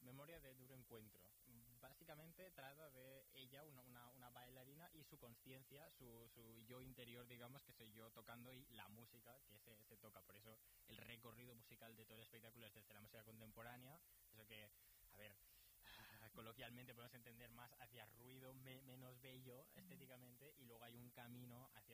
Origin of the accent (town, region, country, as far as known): Barcelona, Catalonia, Spain